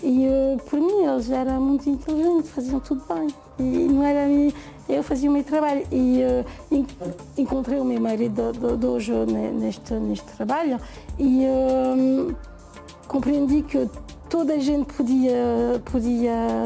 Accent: France; Portuguese is a second language; also born or lived in Portugal; Fui feita em Portugal e nasci em França. E nós, os meus pais sempre pensaram voltar para Portugal.

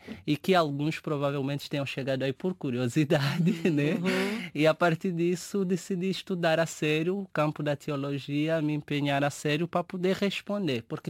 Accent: Angola; Eu cresci dentro de um lar cristão, de certa forma

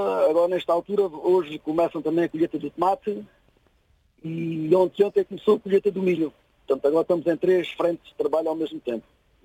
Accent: Estremoz, Évora, Portugal; born there; Em Estremoz mesmo, em Santa Maria.

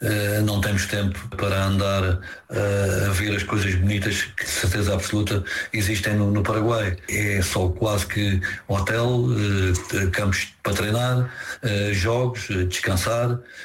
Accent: Portugal

